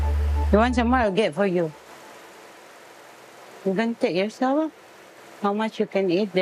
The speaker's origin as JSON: {"language": "English", "country": "Philippines", "moved": "as an adult", "lives_now": "Singapore"}